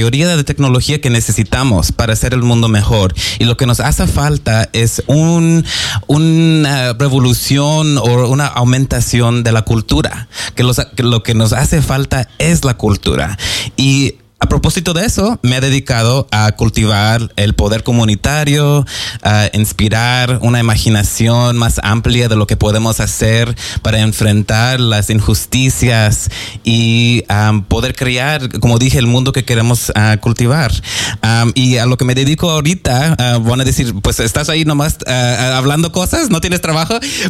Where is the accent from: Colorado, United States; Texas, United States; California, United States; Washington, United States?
Washington, United States; Kennewick; also born or lived in Othello, Washington; Soy nacido aquí en la área de el este de Washington. Nací en Otelo, pero me crié aquí en los Tri-Cities. Fui a Park Middle School y Kennewick High, para los que conocen. Pero yo soy el descendiente de inmigrantes. Soy una remezcla de las sierras de Michoacán